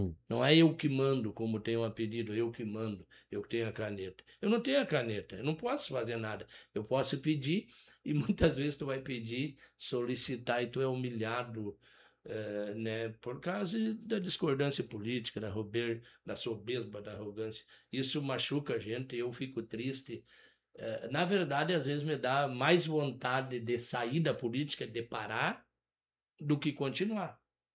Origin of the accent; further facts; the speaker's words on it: Brazil; filho do seu Ari, da dona Filhinha, né, que me criei na Morada do Sol. O município é pequeno.